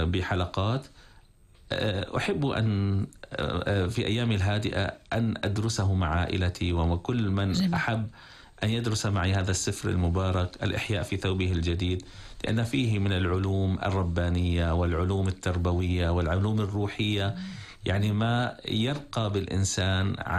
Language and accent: Arabic; Syria; ونحن سوريين وطموحين.